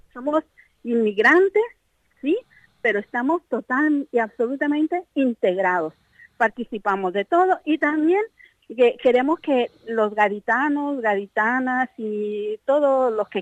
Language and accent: Spanish; Mexico; hoy celebramos el ser mexicano, el orgullo de nacer en una tierra